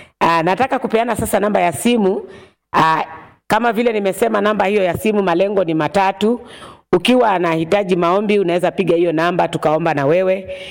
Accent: Katoloni, Machakos County, Kenya; natoka Machakos County, mahali kunaitwa Katoloni 240.

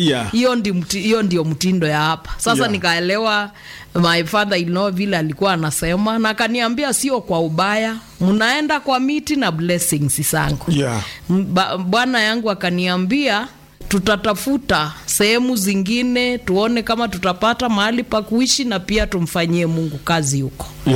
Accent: Mwala, Machakos County, Kenya; born there; nimezaliwa sehemu za Mwala karibu na Kabaa High School hapo mahali kunaitwa Mumbuni wa Mondo.

